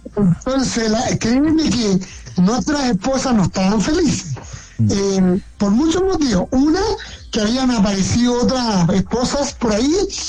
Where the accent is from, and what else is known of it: Chile